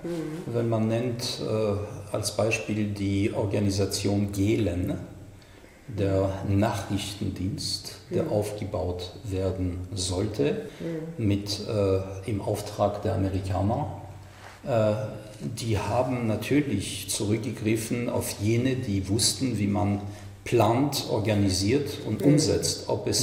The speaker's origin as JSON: {"language": "German", "town": "Munich", "region": "Bavaria", "country": "Germany"}